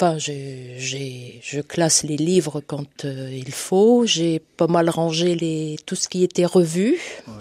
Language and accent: French; La Ferté-Macé, Normandy, France; Moi je viens de La Ferté-Macé.